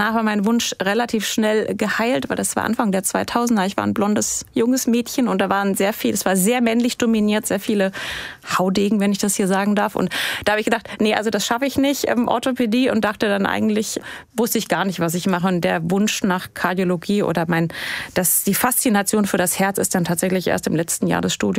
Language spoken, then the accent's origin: German; Hesse, Germany; also born or lived in Lower Franconia; Also tatsächlich bin ich in Mittelhessen aufgewachsen. Ich bin zwar nicht in Hessen geboren, sondern in Unterfranken.